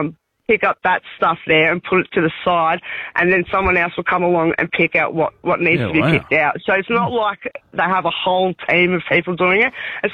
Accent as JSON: {"language": "English", "town": "Werribee", "region": "Victoria", "country": "Australia", "said": "So I'm from a Wyndham, I'm from Werribee, and we've got three bins."}